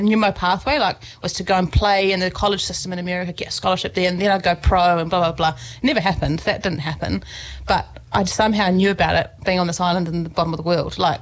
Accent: Christchurch, Canterbury, New Zealand; also born or lived in Palmerston North; born in Palmy, but raised in Christchurch. Okay. Moved when I was about three. So don't remember a whole lot about it, but I've got a claim there in Palmy. Raised in Christchurch

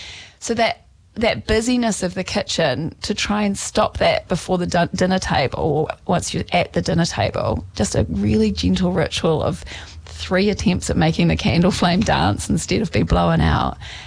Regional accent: Wellington, New Zealand; moved away; You would never guess that I'm from Wellington originally

